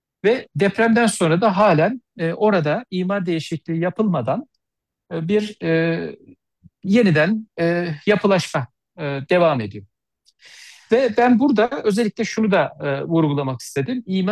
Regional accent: Yahşihan, Kırıkkale, Turkey; ben de Kırıkkaleliyim. Maalesef benim memleketimden, Yahşahan ilçesinden

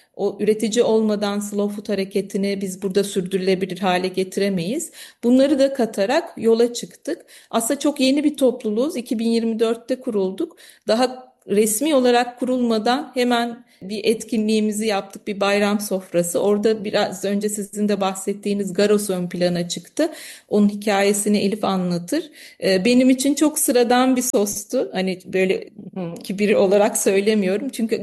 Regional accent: Marmara Island, Balıkesir, Turkey; Merhaba tekrar, iyi akşamlar herkese. Ben Marmara Adalıyım.

